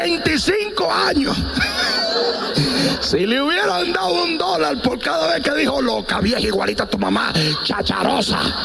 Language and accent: Spanish; Dominican Republic; en mi país, esa nación europea, la República Dominicana